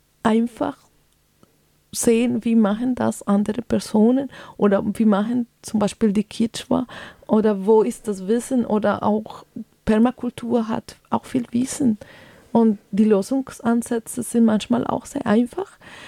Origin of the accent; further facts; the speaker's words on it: Colombia; Also ich bin aus Kolumbien und mit dieser Kultur aufgewachsen